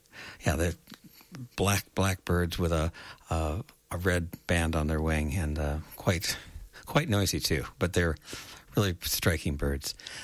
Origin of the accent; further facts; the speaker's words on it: Michigan, United States; moved away; where I grew up in Michigan, lived along a river